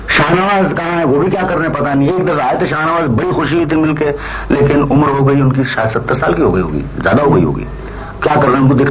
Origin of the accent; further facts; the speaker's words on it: West Bengal, India; Hindi is a second language; जब मैं बंगाली हूँ अभी काकी का गड़बड़ कभी भी होता है।